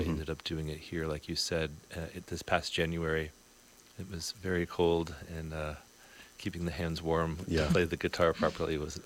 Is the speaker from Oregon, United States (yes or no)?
no; Austin, Texas, United States; moved away as an adult; also born or lived in San Diego, California; now in Los Angeles, United States; I was born in Southern California in San Diego, and then spent most of my adolescence in Texas, and lived in Austin, Texas for a long time.